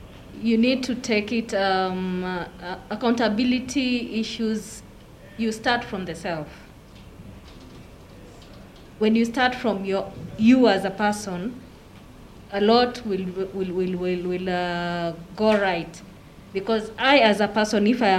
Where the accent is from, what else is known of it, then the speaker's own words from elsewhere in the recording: Kakamega, Kakamega County, Kenya; born there; now in Nairobi, Kenya; And I still come for a meeting, and I insist I work in Kakamega just because I was born in Kakamega.